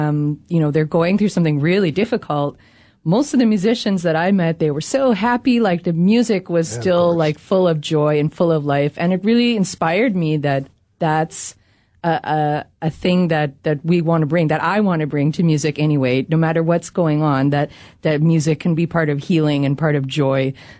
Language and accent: English; Steinbach, Manitoba, Canada; I grew up in Steinbeck. There was one radio station